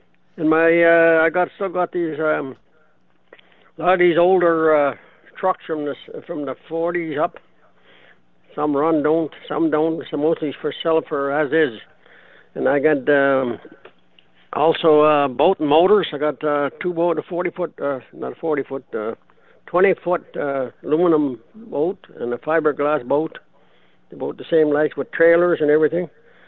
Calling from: Manitoba, Canada; Calling from the Interlake.

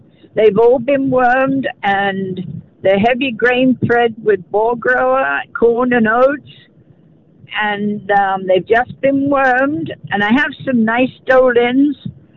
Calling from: Vida, Manitoba, Canada; From Vida.

